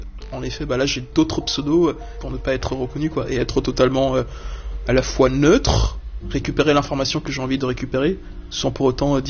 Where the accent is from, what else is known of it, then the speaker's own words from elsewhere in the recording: Dakar, Senegal; Je viens du Sénégal, de Dakar. J'ai réellement commencé quand j'avais 22 ans.